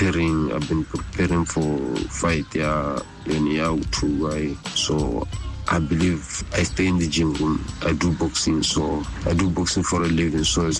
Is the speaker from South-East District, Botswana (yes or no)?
no; Francistown, North-East District, Botswana; I'm 28 years old. I was born and raised in Francistown